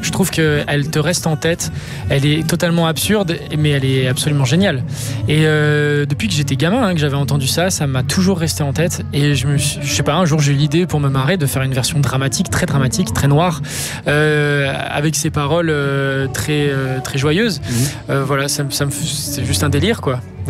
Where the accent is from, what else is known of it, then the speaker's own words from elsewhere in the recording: Geneva, Switzerland; born there; Alors, je suis né à Genève, mais je suis pas suisse. Je suis pleinement français